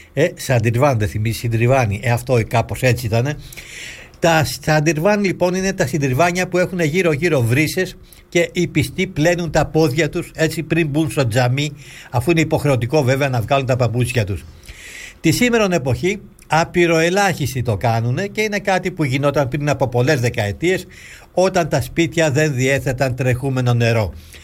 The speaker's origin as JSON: {"language": "Greek", "country": "Greece", "said": "όταν άκουσαν πως είμαστε Έλληνες."}